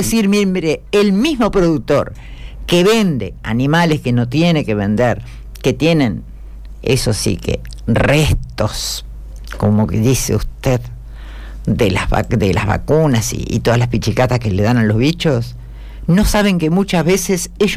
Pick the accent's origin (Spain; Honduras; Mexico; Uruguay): Uruguay; nosotros somos uruguayos